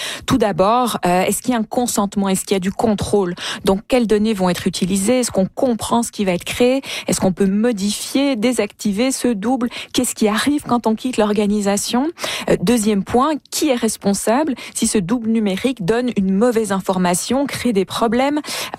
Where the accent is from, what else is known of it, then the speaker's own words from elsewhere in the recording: Canada; chez nous, au Canada